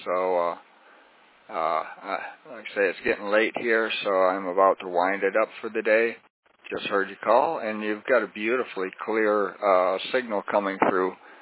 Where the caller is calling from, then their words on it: Wake Forest, North Carolina, United States; November Yankee 4, November Charlie in Wake Forest, North Carolina.